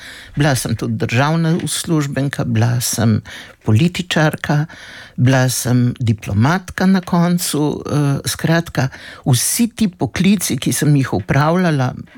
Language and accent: Slovenian; Koper, Coastal–Karst, Slovenia; Koper je seveda moje rojstno mesto. Rodila sem se v porodnišnici, živeli smo pa v tisti znani hiši